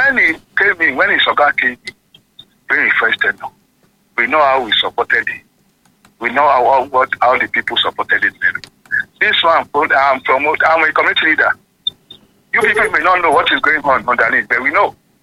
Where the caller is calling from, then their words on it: Oyo, Nigeria; I'm coming from Odono, Ishola.